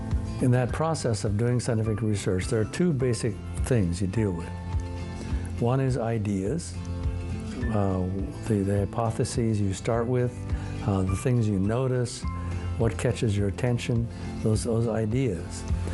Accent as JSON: {"language": "English", "region": "North Dakota", "country": "United States", "tie": "born there", "said": "I was born in North Dakota. My dad was a farm manager there."}